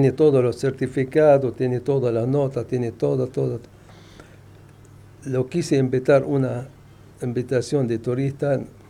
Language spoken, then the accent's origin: Spanish; Jableh, Latakia Governorate, Syria; Spanish is a second language; moved away as an adult; now in Catamarca, Argentina; mi ciudad natal se llama Yable, es una ciudad sobre el mar Mediterráneo, una ciudad lleva mucho años, en la época de los fenicios. En la ciudad que nací yo, tienen mucha historia ahí